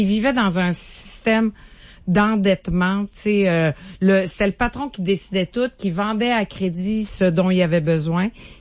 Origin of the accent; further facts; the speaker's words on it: New Richmond, Quebec, Canada; moved away; Moi, je viens de New Richmond en Gaspésie.